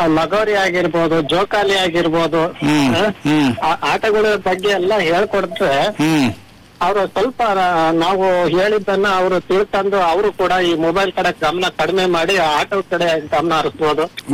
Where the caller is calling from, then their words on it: Shivamogga, Karnataka, India; ಶಿವಮೊಗ್ಗದಿಂದ ಮಾತಾಡ್ತಿರೋದು ಸರ್.